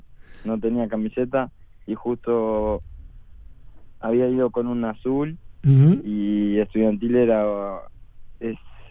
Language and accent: Spanish; Paysandú, Uruguay; Sí, sí, ya hace bastante que voy a Montevideo seguido y no estoy en Paysandú.